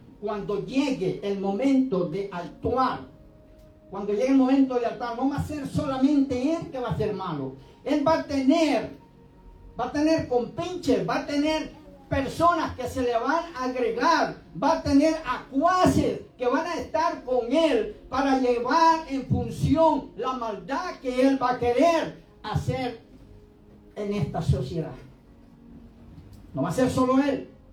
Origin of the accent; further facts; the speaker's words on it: El Salvador; yo pasé por la guerra de los 80 en mi país.